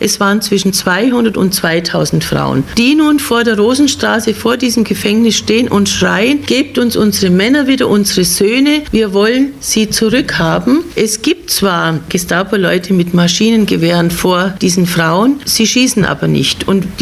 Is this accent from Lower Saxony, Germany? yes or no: no; Bavaria, Germany; Also bei uns in Bayern ist das Wort Mischehen vollkommen damit besetzt, dass ein Evangelischer eine Katholikin heiratet oder umkehrt.